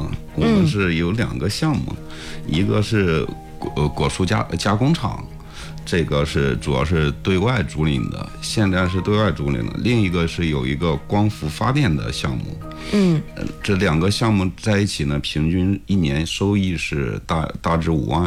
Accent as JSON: {"language": "Chinese", "town": "Qinyang", "region": "Henan", "country": "China", "tie": "born or raised there", "said": "我老家是咱胶州沁阳的，豫北的，也是农村的。从小在村里面生活时间短"}